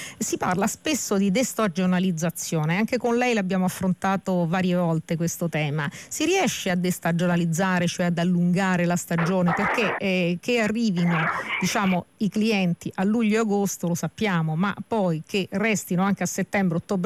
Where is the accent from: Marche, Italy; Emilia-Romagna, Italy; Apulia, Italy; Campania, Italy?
Apulia, Italy; Bellissimo, sottoscrivo da pugliese.